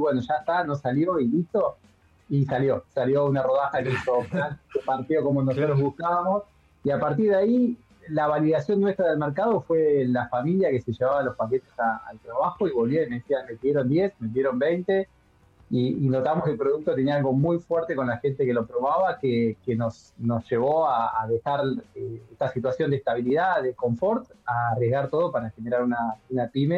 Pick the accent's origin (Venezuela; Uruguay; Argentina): Argentina; Alto Valle; also born or lived in El Chocón, Neuquén; somos acá del Alto Valle, nacimos en el Chocón, dos nacimos en el Chocón, así que imagínate, debemos ser de los poquitos que somos bien autóctonos